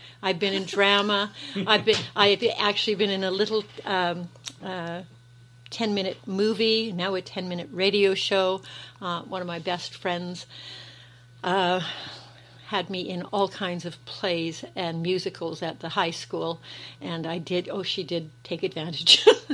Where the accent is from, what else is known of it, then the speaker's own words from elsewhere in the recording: Cranbrook, British Columbia, Canada; moved away as an adult; also born or lived in Naramata; now in Penticton, Canada; I was originally from Cranbrook, and I moved to Penticton in 1982 with my four children, and this is where my heart is.